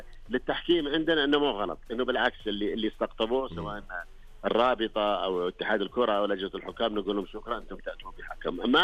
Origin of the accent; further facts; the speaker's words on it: Saudi Arabia; بالنسبة لنا كسعوديين